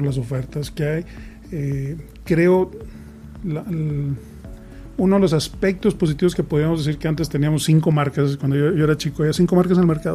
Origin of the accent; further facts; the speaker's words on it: Mexico; Yo soy fan de nuestro país